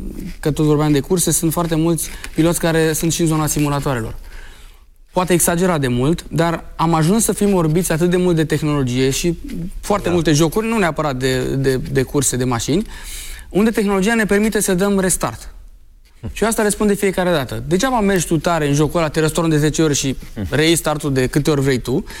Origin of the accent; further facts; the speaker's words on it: Bucharest, Romania; moved away as an adult; now in Pitești, Romania; Eu sunt bucureștean de fel, dar m-am transferat la Pitești